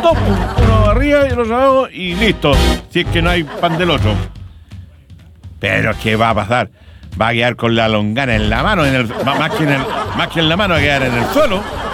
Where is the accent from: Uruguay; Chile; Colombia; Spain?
Chile; Talcahuano, Biobío; born there